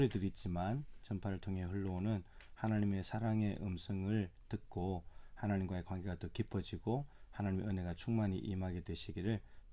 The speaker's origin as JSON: {"language": "Korean", "town": "Suncheon", "region": "South Jeolla", "country": "South Korea", "said": "저는 전라남도 순천에서 왔고요."}